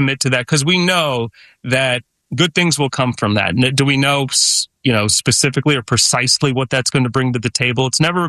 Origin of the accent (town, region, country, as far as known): Detroit, Michigan, United States; born or raised there